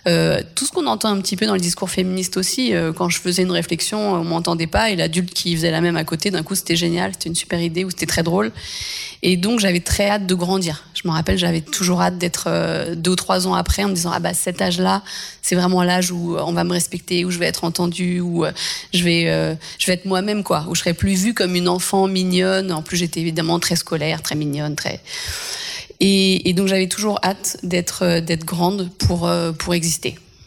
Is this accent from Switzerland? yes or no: no; Île-de-France, France; Moi, j'ai grandi en Seine-et-Marne, avec deux frères, deux parents, dans une maison, donc une enfance plutôt privilégiée.